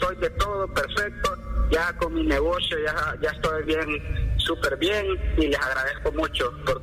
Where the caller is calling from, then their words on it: San Salvador, El Salvador; De aquí, de San Salvador.